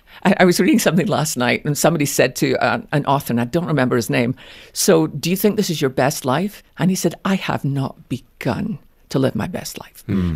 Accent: Scotland, United Kingdom; I'm Scottish and we use everything.

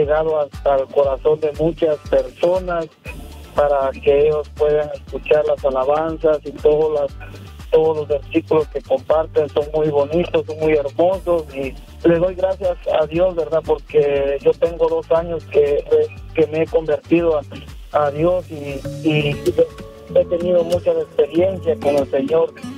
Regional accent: Guatemala; now in St. George, United States; Soy un oyente de aquí de San George, Utah. Soy de Guatemala

